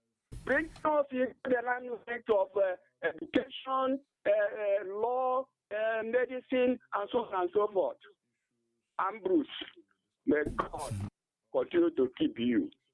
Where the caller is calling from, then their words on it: Isoko, Ebonyi, Nigeria; I'm calling from Isoko, my name, Ebonyi State.